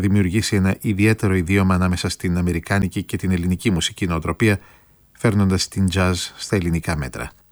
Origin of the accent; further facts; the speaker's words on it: Greece; εμείς ποτέ δεν πάψαμε να είμαστε Έλληνες